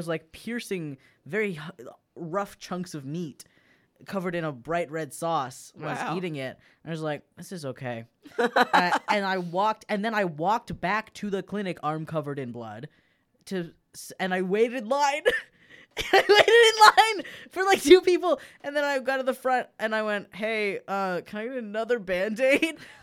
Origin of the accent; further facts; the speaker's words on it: Canada; Because what else are you doing? I'm Canadian.